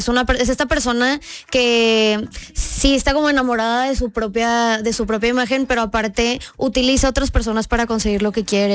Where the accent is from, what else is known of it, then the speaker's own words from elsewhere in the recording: Monterrey, Nuevo León, Mexico; Soy de Monterrey.